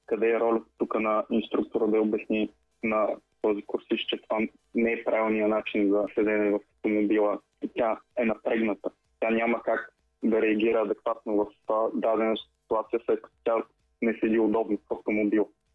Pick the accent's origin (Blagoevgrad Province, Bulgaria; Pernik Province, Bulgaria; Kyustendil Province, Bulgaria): Blagoevgrad Province, Bulgaria; Kochan; Значи аз съм на 22 години от село Кочан, община Стовче, Гоцеделчество.